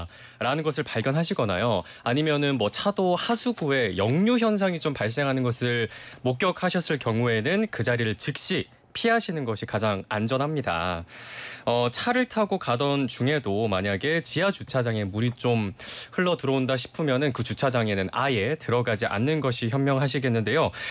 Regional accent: Busan, South Korea; moved away; 고향에 아시다시피 제가 부산인데

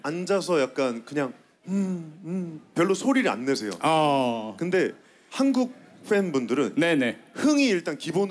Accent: Hoengseong, Gangwon, South Korea; 저는 횡성 초등학교, 횡성 중학교, 횡성 고등학교를 나왔습니다.

